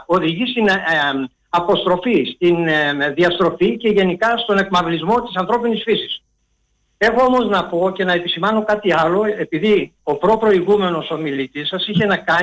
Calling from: Piraeus, Attica, Greece; από Πειραιά, από Καμίνια.

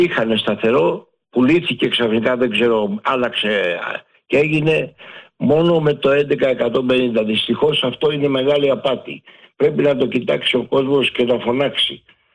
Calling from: Greece; από τον Κέρακα.

